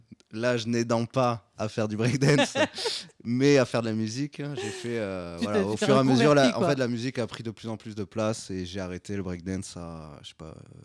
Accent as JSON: {"language": "French", "town": "Léguevin", "region": "Occitanie", "country": "France", "tie": "born there", "also_born_or_lived": "Bourg-la-Reine / Vélizy-Villacoublay / Muret", "said": "8-9 ans et c'est à cet âge-là après qu'on est parti dans le sud à Muret, un an à Muret et après à Léguevin. J'ai fait toute mon adolescence à Léguevin."}